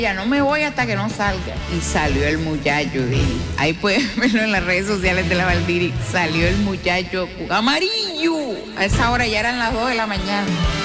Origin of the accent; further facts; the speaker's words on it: Colombia; Hagamos un ejercicio como colombianos. Vamos a empezar a unir el país.